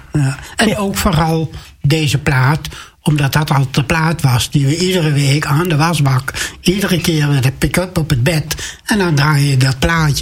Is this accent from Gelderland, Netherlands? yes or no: yes; Gelderland, Netherlands; born there; moved away as an adult; now in Waarland, Netherlands; Ik ben geboren in Gelderland. Westmaaswaal, daar ben ik geboren.